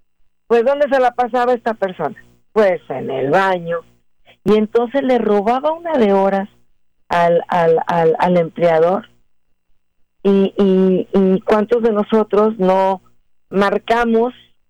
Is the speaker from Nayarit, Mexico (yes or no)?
no; Mexico City, Mexico; los que somos chilangos entendemos muy bien este concepto, los de Guadalajara no, son quesadillas de queso